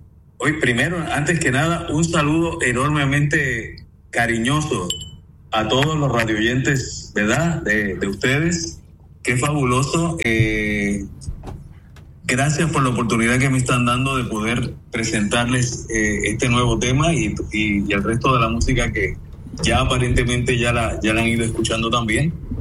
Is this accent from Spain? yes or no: no; Mexico; Yo también soy mexicano